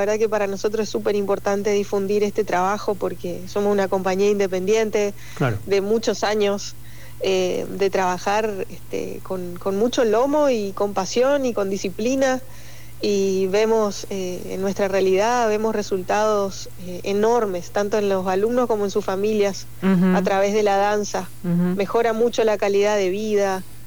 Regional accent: Argentina; para nosotros como argentinos es algo a lo que por ahí no estamos muy acostumbrados

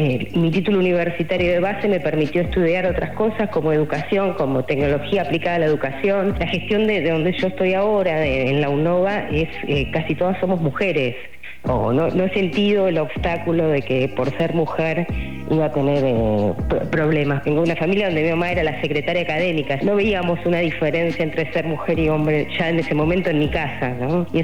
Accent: Tandil, Buenos Aires Province, Argentina; born there; moved away as an adult; Nací en Tandil, me fui a vivir a Buenos Aires para estudiar y estudié Derecho.

